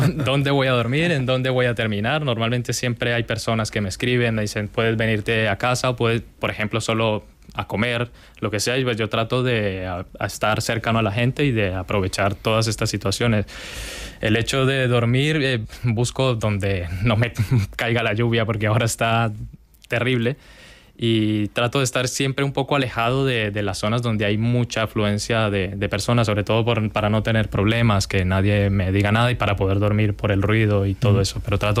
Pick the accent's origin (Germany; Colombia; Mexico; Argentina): Colombia; moved away as an adult; now in Spain; Como dijeron anteriormente, soy de Colombia, yo allí no pintaba, hacía algunos dibujos y tal, pero eso, lo del pintar como tal y de lo de ser artista, nació aquí justamente durante la pandemia, cuando vine aquí a España